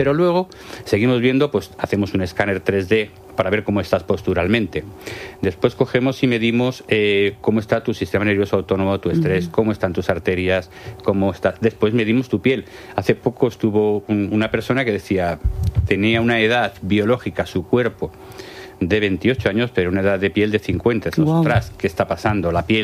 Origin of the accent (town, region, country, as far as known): Community of Madrid, Spain; now in Alicante, Spain